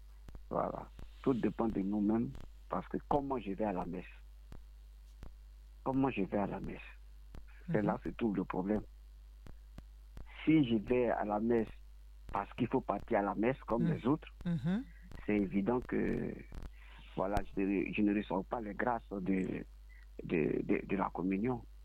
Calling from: Abidjan, Côte d’Ivoire; De Yopougon, kilomètre 17.

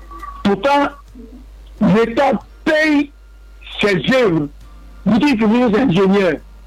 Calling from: Sassandra, Bas-Sassandra, Côte d’Ivoire; Je suis de Sassandra, je connais.

